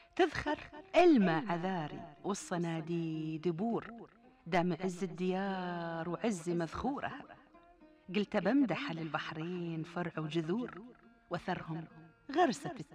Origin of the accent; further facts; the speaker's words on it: Bahrain; احنا هل البحرين